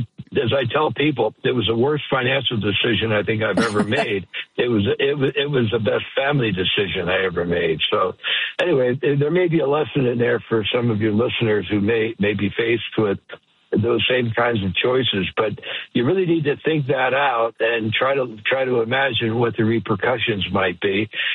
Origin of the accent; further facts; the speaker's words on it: St. Louis, Missouri, United States; also born or lived in Philadelphia; No, I was born in Philadelphia, outside Philadelphia. Oh. I spent 8 years there. Then my father got a promotion, and we moved to St. Louis, which was pretty dramatic in the 50s